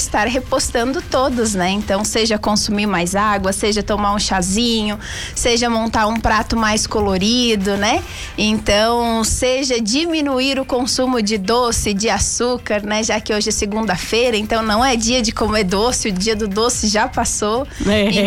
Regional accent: São Joaquim, Santa Catarina, Brazil; also born or lived in Florianópolis; São Joaquim, que é a minha cidade natal, foi a cidade que eu escolhi para fazer a minha carreira

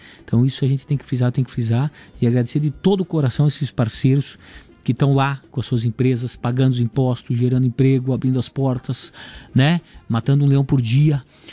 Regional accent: Chapecó, Santa Catarina, Brazil; Eu fiz questão de fazer aqui na minha terra natal, porque eu sou daqui.

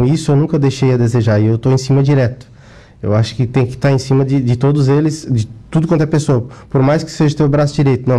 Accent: Içara, Santa Catarina, Brazil; Sou natural de Sara.

